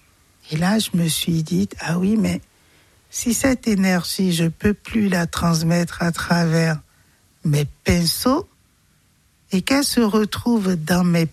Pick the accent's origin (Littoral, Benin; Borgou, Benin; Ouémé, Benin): Littoral, Benin; Cotonou; now in Besançon, France; ça me ramenait les mêmes vibrations que j'avais de mon enfance lorsque j'étais à Cotonou, au bord de l'océan Atlantique.